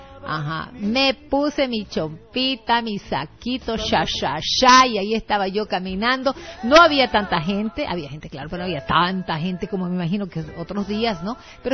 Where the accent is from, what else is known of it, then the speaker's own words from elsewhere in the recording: Santa Cruz de la Sierra, Santa Cruz, Bolivia; nuestra Santa Cruz